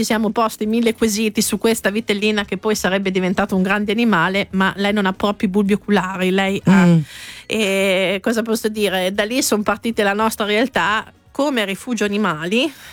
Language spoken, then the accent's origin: Italian; Fidenza, Emilia-Romagna, Italy; vengo da Fidenze, San Donnino